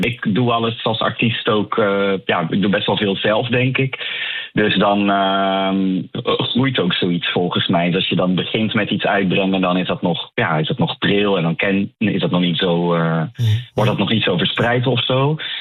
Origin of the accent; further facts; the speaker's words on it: Oud-Gastel, North Brabant, Netherlands; Ik kom dus zelf uit Oud-Gastel, dat is een dorp bij Roosendaal. In het westen van Brabant.